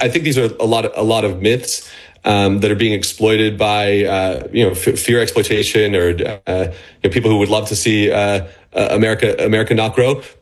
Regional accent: United States; especially as an American

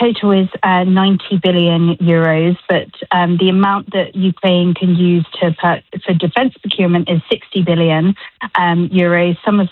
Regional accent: England, United Kingdom; Well, can you hear my accent? What do you think I want to happen in the match? But I'll be watching it in England as I should be.

